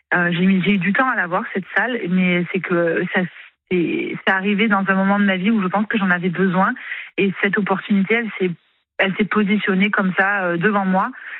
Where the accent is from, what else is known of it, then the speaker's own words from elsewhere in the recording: Avignon, Provence-Alpes-Côte d'Azur, France; also born or lived in Paris / Marseille; now in Lacanau, France; C'est complètement éloigné d'où je viens. Je viens d'Avignon, dans le sud-est.